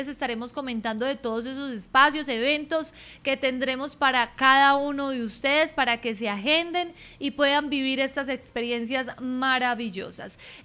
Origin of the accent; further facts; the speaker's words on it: Colombia; vamos a estar todos unidos como colombianos, esa nación que tanto ama este deporte